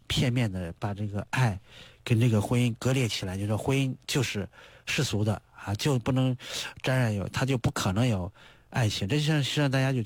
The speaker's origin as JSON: {"language": "Chinese", "country": "China", "said": "我们中国人"}